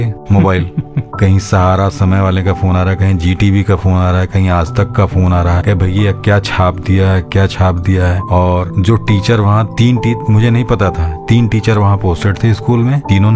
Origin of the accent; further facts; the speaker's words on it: Varanasi, Uttar Pradesh, India; मैं ये बताया कि मैं बनारस से आया हूँ